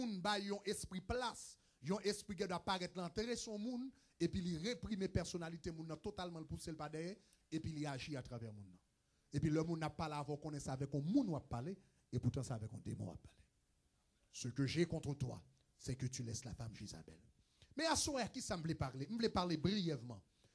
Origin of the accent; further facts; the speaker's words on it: Haiti; moi, avant, en tant qu'Haïtien, je dis, nous venons qu'on est sous le nom d'Ezuli